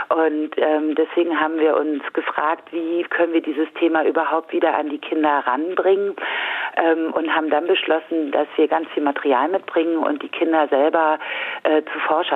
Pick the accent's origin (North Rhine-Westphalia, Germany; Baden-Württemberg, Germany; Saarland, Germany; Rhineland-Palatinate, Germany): Saarland, Germany; selbst ich bin jetzt doch schon älter, bin Saarländerin